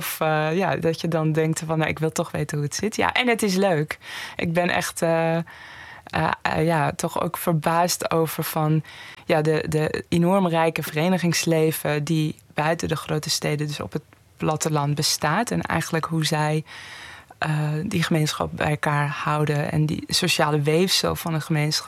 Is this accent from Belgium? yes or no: no; Tehran, Tehran Province, Iran; now in Netherlands; Ik had nog nooit in een kleine gemeenschap gewoond. Ik kom zelf uit Teheran, ik heb altijd in grote steden gewoond.